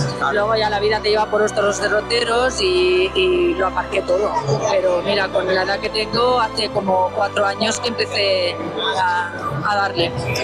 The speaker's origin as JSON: {"language": "Spanish", "area": "Barcelona", "region": "Catalonia", "country": "Spain", "also_born_or_lived": "Olesa de Montserrat", "said": "nosotros somos de Barcelona."}